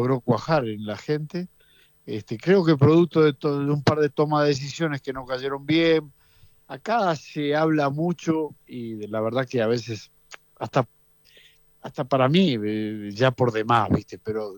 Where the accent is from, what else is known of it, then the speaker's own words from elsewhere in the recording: Argentina; como argentino feliz de que venga un argentino a dirigir con la trayectoria de Gallardo